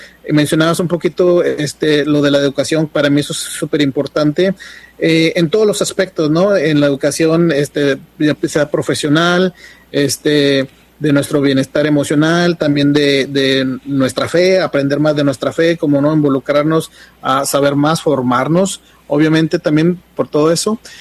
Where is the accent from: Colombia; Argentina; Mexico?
Mexico; San Nicolás de los Garza, Nuevo León; moved away; desde que dejé mi terruño en mi Monterrey querido, San Nicolás de los Garza, para ser preciso.